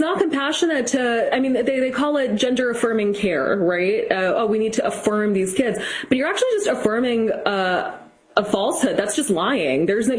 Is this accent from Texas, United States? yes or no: no; Massachusetts, United States; I mean, I'm from Massachusetts, which actually does have very good schools, despite them being like off the rails crazy.